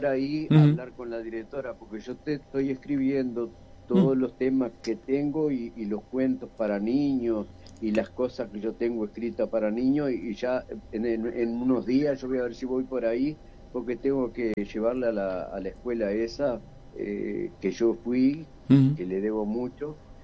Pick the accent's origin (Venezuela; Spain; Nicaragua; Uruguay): Uruguay; Vergara, Treinta y Tres; also born or lived in Garao / Río Branco; Yo ahí nací en Garao y de ahí me llevaron con 4 años para Río Branco. Ah, mirá. Después de Río Branco, con 7 años me trasladaron para Vergara. Ahí fue donde yo estuve hasta los 10 años